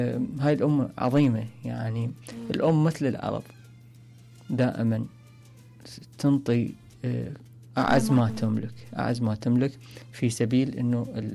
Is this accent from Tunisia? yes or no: no; Iraq